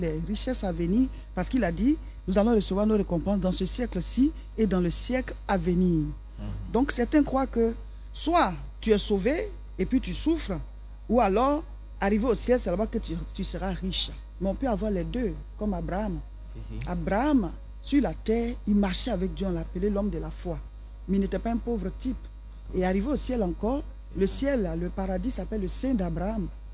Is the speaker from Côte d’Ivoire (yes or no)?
yes; Côte d’Ivoire; now in France; Je ne suis pas ici, je suis venu de la France, je suis ivoirien d'origine, mais je ne vis pas ici.